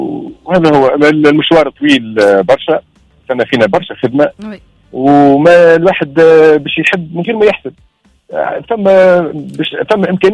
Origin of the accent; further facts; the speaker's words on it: Tunisia; عندنا في تونس